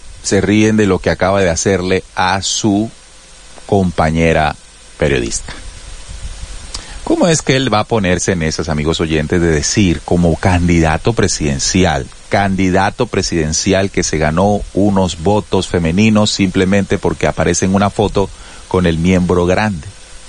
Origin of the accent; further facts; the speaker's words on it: Caribbean coast, Colombia; No, yo soy costeño también. Y seguramente yo, cuando esté con mis amigos, voy a utilizar la jerga costeña y todo el cuento.